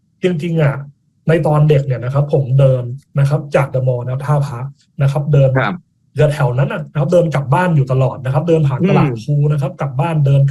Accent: Bangkok, Thailand; อ๋อจริงๆแล้วผมเกิดที่นะกรุงเทพนะแล้วจริงๆแล้วผมเป็นคนนะครับย่านตลาดพลูนะครับบ้านผมอยู่นะครับแถวเรียนนะครับ

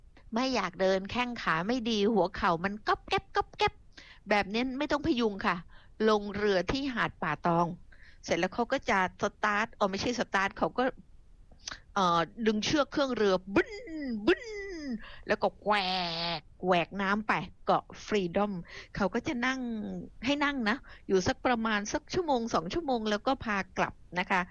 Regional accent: Phuket, Thailand; บ้านดิฉันเองจังหวัดภูเก็ตดิฉันเนี่ยเป็นคนบ้านนอกเนาะอยู่นอกนะนอกแผ่นดินนะดิฉันมาจากเกาะคุณผู้ฟังแล้วก็ถีบตัวเองด้วยการศึกษานะคะ

